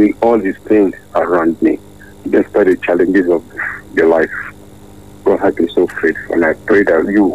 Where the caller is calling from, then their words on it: London, United Kingdom; calling from London.